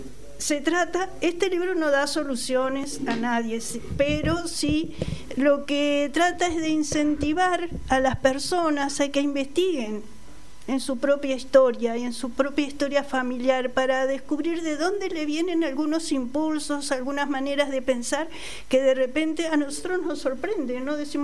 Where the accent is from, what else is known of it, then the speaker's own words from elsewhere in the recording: Juan Lacaze, Colonia, Uruguay; born there; Nací en Juan Lacase.